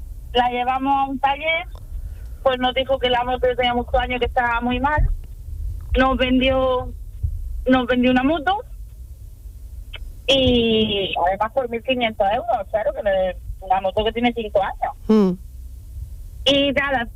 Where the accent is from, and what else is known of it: Almería, Andalusia, Spain